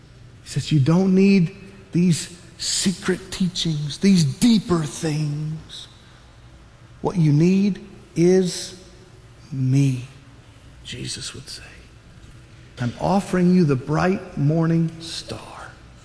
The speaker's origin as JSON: {"language": "English", "country": "United States", "said": "So as an American"}